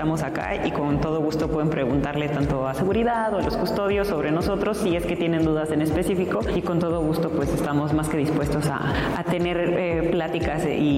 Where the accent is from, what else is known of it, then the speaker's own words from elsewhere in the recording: Mexico; forman parte de nuestra identidad como mexicanos.